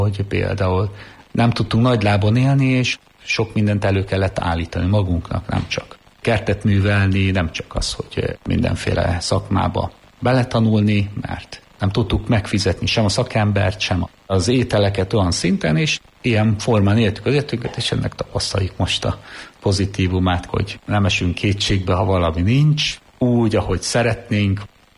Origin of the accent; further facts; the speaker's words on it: Pécel, Pest, Hungary; Pécelyről számozom, ott nevelkedtem. Egy elkötelezett katolikus család, mondhatnám így, hát a szülők által volt elkötelezve ez a család.